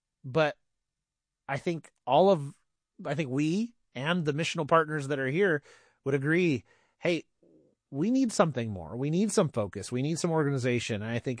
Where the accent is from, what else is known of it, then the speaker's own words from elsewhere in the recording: Hollister, California, United States; And then Hollister as well, my hometown.